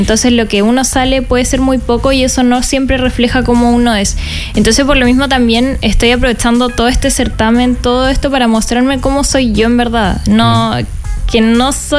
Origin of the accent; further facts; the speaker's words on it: Curicó, Maule, Chile; also born or lived in unknown birthplace; No nací en Curicó, mi mamá nació en Curicó.